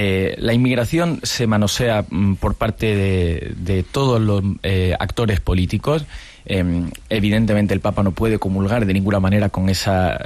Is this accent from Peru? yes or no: no; Andalusia, Spain; now in Madrid, Spain; yo que soy andaluz, residente en Madrid